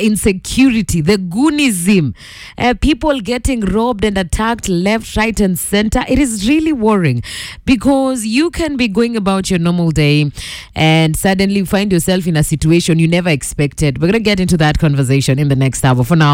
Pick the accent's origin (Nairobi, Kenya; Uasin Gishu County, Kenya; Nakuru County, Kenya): Nairobi, Kenya; And, you know, these days, being a Kenyan, especially being a Nairobian